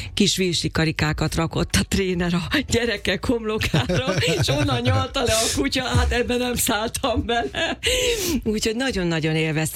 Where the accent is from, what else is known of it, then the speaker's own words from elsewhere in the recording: Makó, Csongrád-Csanád, Hungary; moved away; szülővárosomban, Makón